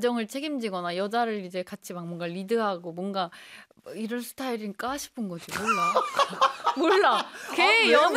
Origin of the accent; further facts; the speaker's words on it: Cheongju, North Chungcheong, South Korea; now in Seoul, South Korea; 왜냐면 이제 본가가 청주에 있고